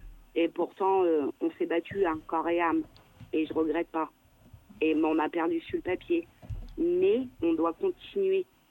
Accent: France; important qu'on est français.

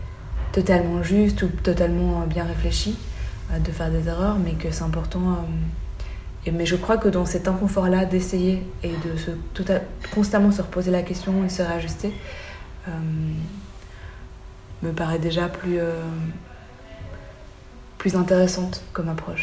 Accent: Belgium

